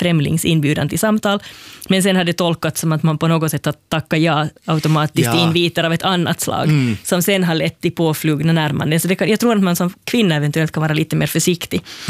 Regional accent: Finland; Och så berättade jag att jag var från Finland.

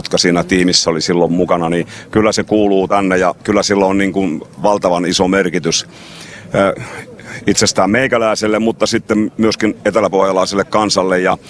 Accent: Alavus, South Ostrobothnia, Finland; born there; also born or lived in Kuortane / Helsinki; mä oon syntynyt Alavudella Rantateosen kylässä puhjelustehtaan varjossa, ja sieltä on muuttanut sitten Kuortaneelle vuonna 73, kun äiti kuoli, ja sieltä sitten eri paikkakunnille, muun muassa Helsingissä asunut jonkun aikaa

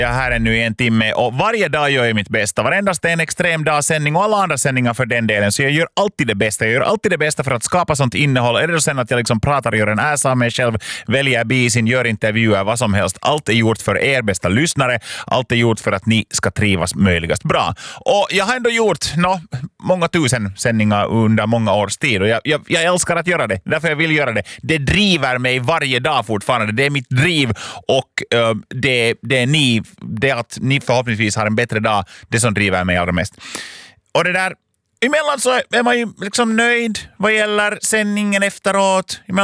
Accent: Lapinjärvi, Uusimaa, Finland; Jag kommer ihåg att jag hörde det här från min klockradio hemma i Lappträsk

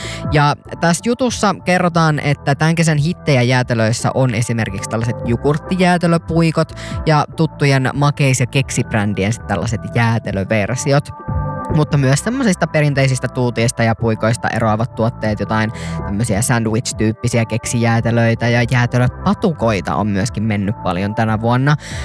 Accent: Pori, Satakunta, Finland; moved away; kotikaupungistani Porista

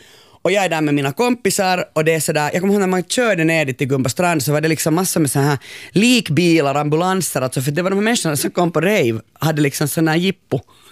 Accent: Uusimaa, Finland; accent: Nyland dialect

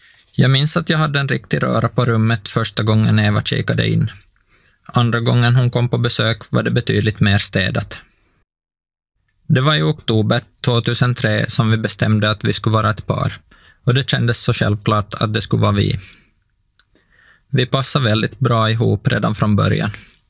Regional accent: Parainen, Southwest Finland, Finland; born there; Jag föddes i Pargas, en liten stad där mycket kretsar kring idrotten, i alla fall för mig.

